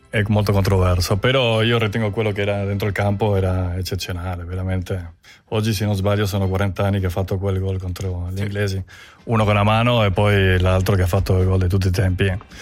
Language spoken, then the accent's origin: Italian; Argentina; also born or lived in Uruguay; Sono nato in Uruguay, però cresciuto ai 3 anni ci sono spostati in Argentina